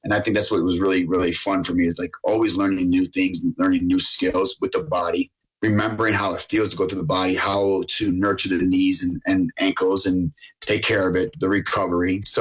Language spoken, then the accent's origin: English; Buffalo, New York, United States; growing up in Buffalo, I was more geared towards the East Coast sports